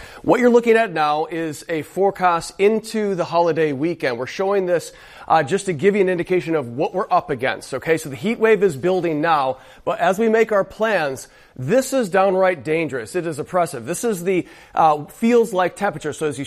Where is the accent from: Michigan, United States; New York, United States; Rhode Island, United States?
Michigan, United States; We've got warnings already in place from Chicago into my home state of Michigan